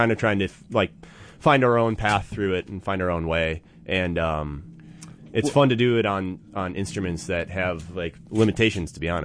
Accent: New Glarus, Wisconsin, United States; I grew up in New Glarus.

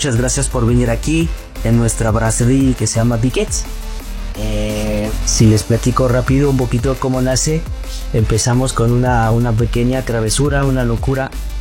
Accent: France; moved away

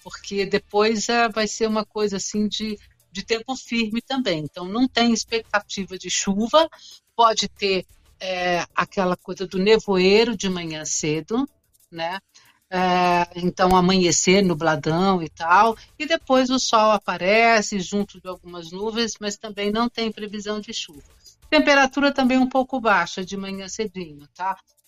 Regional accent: Minas Gerais, Brazil; Perdões, eu sou de Minas, né?

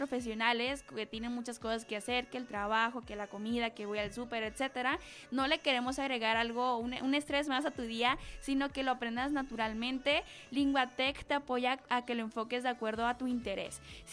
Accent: Mexico; Por dejar todo al último, como buenos mexicanos.

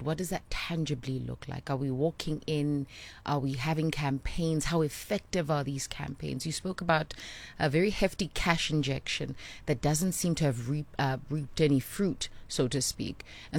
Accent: South Africa; How do we as South African citizens begin to forge an understanding of how we can solve for X in our community?

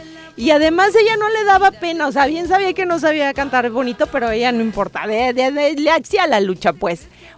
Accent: Mexico; Ay, señora, Verónica, somos mexicanos y nos trató así

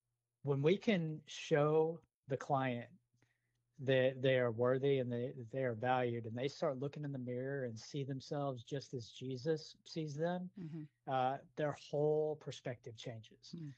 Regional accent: Houston, Texas, United States; I grew up here in Houston. I went and served in the Marine Corps directly after high school from 1999 to 2003. Went to college after that at Texas State in San Marcos

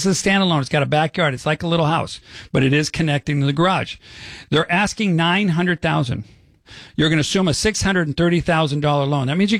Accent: San Fernando Valley, California, United States; I was brought up in the Valley.

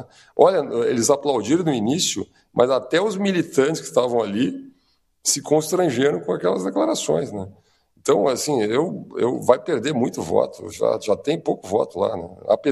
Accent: Rio Grande do Sul, Brazil; Eu sou gaúcho, então não sou catarinense

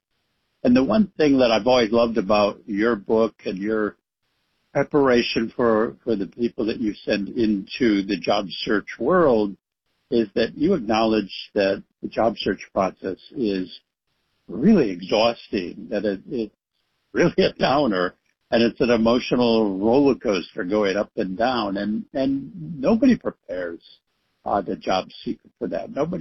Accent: Akron, Ohio, United States; In my hometown, LeBron James in Akron, Ohio

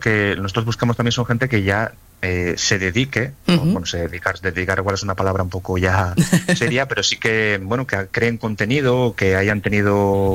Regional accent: Asturias, Spain; yo soy asturiano, ¿no? Lo confieso

